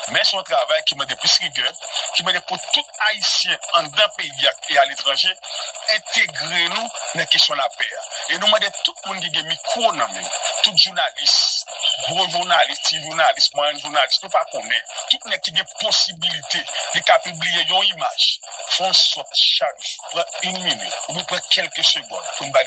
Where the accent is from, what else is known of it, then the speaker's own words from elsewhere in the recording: Haiti; on fait effort en tant qu'Haïtien avec Haïtien pour nous lancer le dialogue national